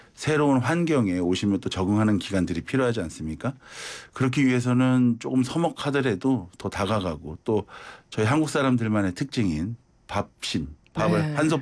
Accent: Seoul, South Korea; 저는 서울입니다, 고향. 그래서 이 귀경길 이런 걸 해본 적이 없어가지고

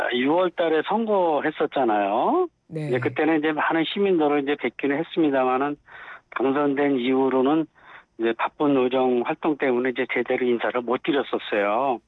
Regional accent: Pocheon, Gyeonggi Province, South Korea; 저는 포천이 고향이에요.

